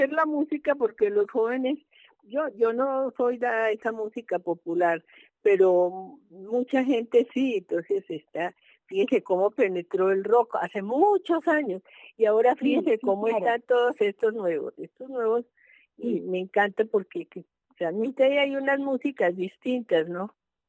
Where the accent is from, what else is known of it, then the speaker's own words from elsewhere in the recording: Colombia; somos Colombia y somos colombianos